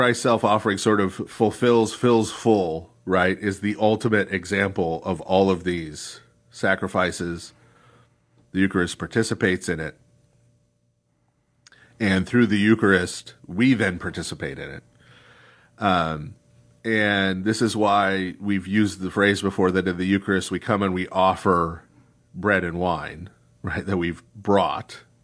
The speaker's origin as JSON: {"language": "English", "region": "California", "country": "United States", "said": "I'm from Southern California"}